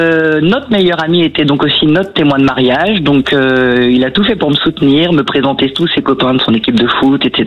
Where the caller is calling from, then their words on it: Île-de-France, France; moi, je viens de Seine-et-Marne.